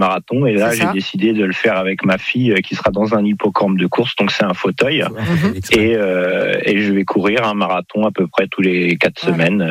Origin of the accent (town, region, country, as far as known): Normandy, France